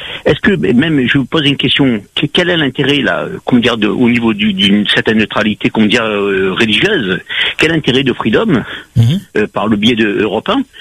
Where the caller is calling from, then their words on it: Réunion; Là, en ce moment, je suis en France, là, j'ai hâte de revenir et puis de me retrouver à Auray, à Marla